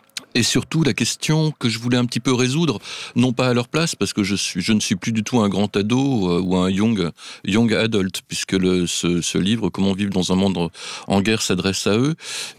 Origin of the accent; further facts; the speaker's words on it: France; Enfin, je parle pour les Français, hein, pas pour les Suisses.